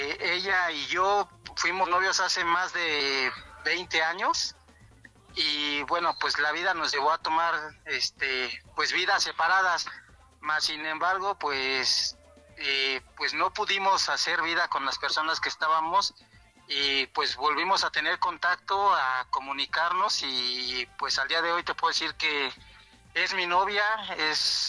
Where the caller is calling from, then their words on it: Ixtapaluca, State of Mexico, Mexico; te llamamos de aquí del Estado de México, del municipio de Iztapaluca.